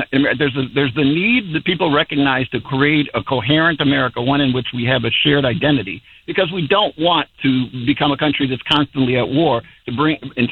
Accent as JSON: {"language": "English", "town": "Chicago", "region": "Illinois", "country": "United States", "tie": "born there", "moved": "as an adult", "said": "I remember going away to college from Chicago"}